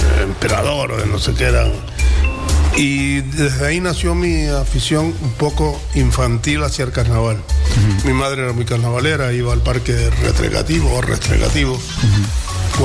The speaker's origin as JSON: {"language": "Spanish", "town": "Santa Cruz de Tenerife", "region": "Canary Islands", "country": "Spain", "tie": "born or raised there", "said": "Yo nací en el Toscal, en la calle. No es el Toscal tal, pero para mí sí es. La calle Suárez Guerra, al lado de la Academia Baico."}